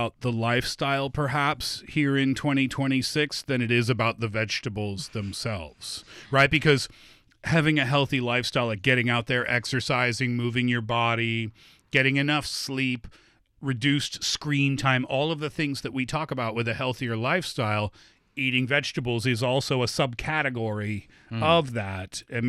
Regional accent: Nova Scotia, Canada; now in China; Nova Scotia, where I'm from.

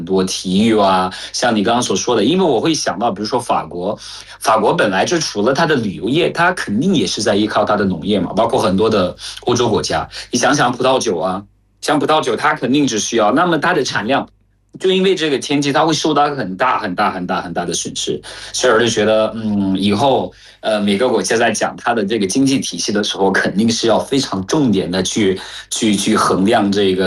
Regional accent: Cameroon; Chinese is a second language

